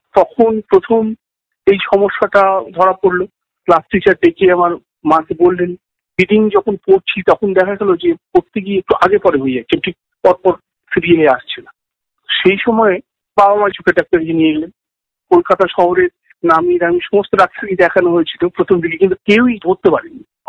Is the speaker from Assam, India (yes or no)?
no; Diamond Harbour, West Bengal, India; আমার জন্ম, বড় হওয়া, পড়াশোনা সবই ডায়মন্ড হারবারে। তো ছোটবেলায় আমি আর পাঁচটা ছেলেমেয়ের মতো স্বাভাবিকভাবেই খেলাধুলো করে বড় হয়েছি। আমি সরিষা রামকৃষ্ণ মিশন বলে স্কুলে, সেখানে আমি ভর্তি হয়েছিলাম।